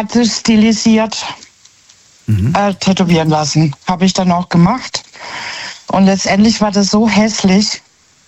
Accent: Heilbronn, Baden-Württemberg, Germany; Ja, aus Heilbronn.

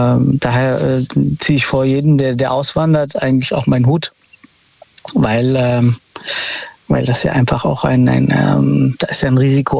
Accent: Frankfurt, Hesse, Germany; Ich komme aus Frankfurt.

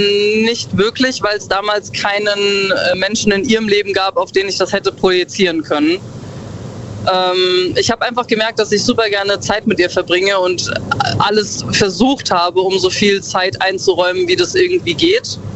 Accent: Bad Kreuznach, Rhineland-Palatinate, Germany; Ich komme ursprünglich aus der Ecke Bad Kreuznach.

